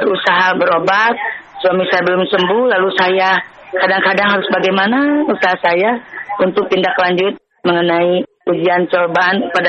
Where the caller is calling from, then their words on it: Tasikmalaya, West Java, Indonesia; Saya berasal dari Tasikmalaya.